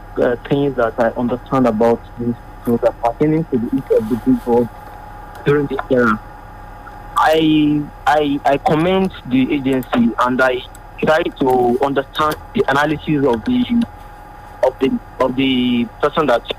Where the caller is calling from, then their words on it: Nigeria; from Sakalore.